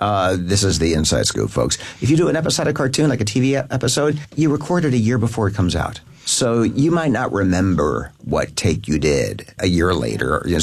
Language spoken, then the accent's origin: English; Cincinnati, Ohio, United States; My dad tells me, you know, we were from Cincinnati. We moved from Cincinnati.